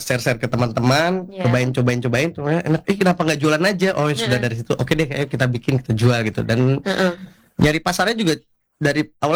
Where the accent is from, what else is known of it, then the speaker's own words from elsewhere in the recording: Jakarta, Indonesia; Kebetulan saya asli dari Jakarta.